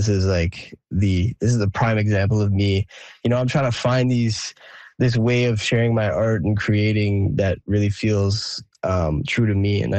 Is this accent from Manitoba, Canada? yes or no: no; Timmins, Ontario, Canada; born or raised there; moved away